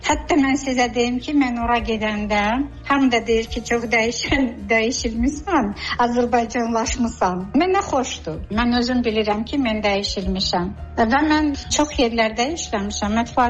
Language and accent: Azerbaijani; Georgia; accent: Georgian; Azerbaijani is a second language; Mən o qədər əziyyət çəkirdim, gürcü aksentim var idi, heç nə də başa düşmürdüm o şeiri danışanda, çox əziyyət çəkirdim.